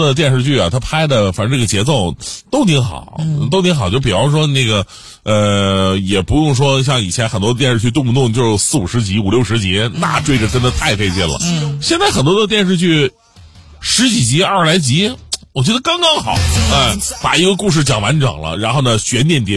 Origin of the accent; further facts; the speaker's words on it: Northeast China, China; 我们东北人怎么了？